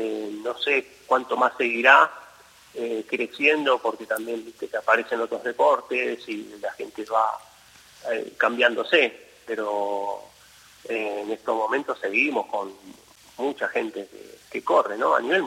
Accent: Argentina; Sabemos que como argentinos estamos pasando un tema económico complejo

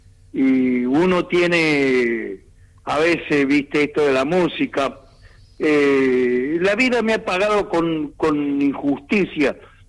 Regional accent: Villa del Rosario, Córdoba, Argentina; born there; Yo nací en Villa Rosario, pero mis padres vivían acá porque antes la única maternidad que había en el departamento era Villa de Rosario, así que por esa circunstancia nací en Villa de Rosario.

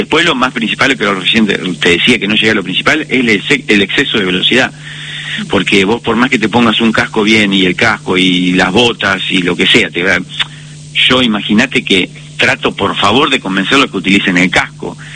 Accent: Lonquimay, La Pampa, Argentina; yo soy de Lonquimay, también un pueblo muy chiquitito

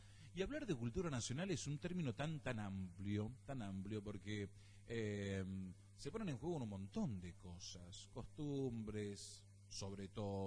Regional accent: Argentina

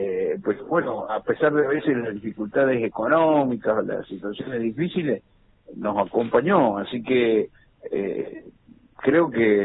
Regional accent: Mendoza, Argentina; somos mendocinos todos

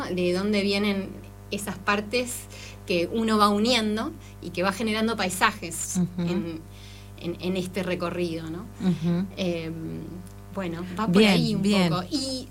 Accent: Neuquén, Argentina; also born or lived in Buenos Aires; yo de muy chiquita, porque crecimos en el Alto Valle, y en Neuquén

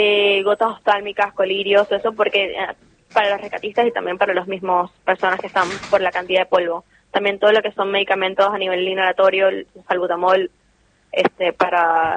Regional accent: Caracas, Capital District, Venezuela; moved away as an adult; now in Argentina; yo soy de Caracas, que queda 30 minutos de La Guaira. Toda la familia y mi papá es de La Guaira, de hecho.

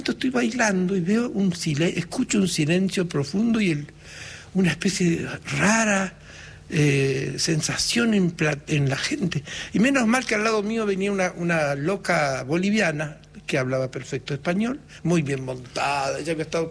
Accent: Ingeniero Jacobacci, Río Negro, Argentina; also born or lived in Las Grutas, Argentina; No, yo nací en San Antonio, en Las Grutas, pero mi padre se mudó a Jacobacci, mi familia. Y allí nevaba

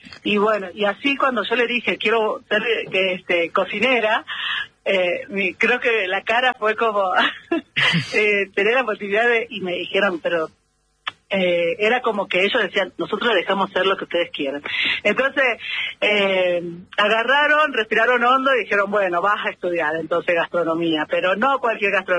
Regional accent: Tilcara, Jujuy, Argentina; yo nací en un pueblo que era muy chico, donde todos nos conocíamos, y generalmente no tenía la afluencia turística que tiene hoy.

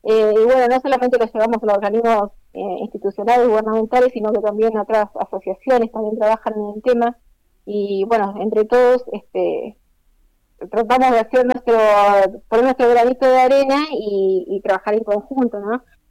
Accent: Río Gallegos, Santa Cruz, Argentina; born there; Yo soy nacida acá en Río Gallegos, soy santacruceña

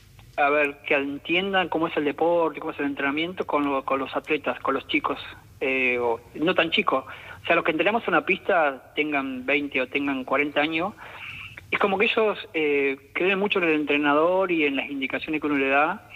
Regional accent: Entre Ríos, Argentina; Clara el 20 de julio, 9 de julio Villaguay, que está cerca de mi pueblo.

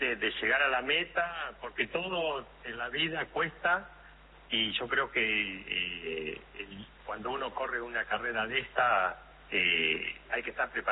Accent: Argentina

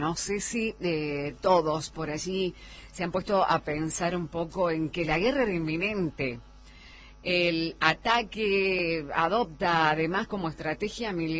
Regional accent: Jujuy, Argentina; esto te lo digo yo, como jujeña, como orgullosa jujeña

